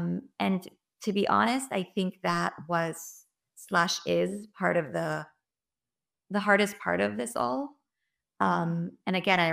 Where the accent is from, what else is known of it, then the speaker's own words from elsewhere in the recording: Miami, Florida, United States; now in Birmingham, United States; I'm from Miami and Corey is from Toronto. So thank God, both large Jewish communities.